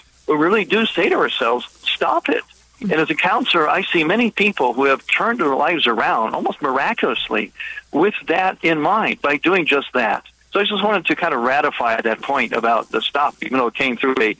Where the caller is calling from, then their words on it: Chicago, Illinois, United States; I'm driving home. I'm just driving back to Chicago.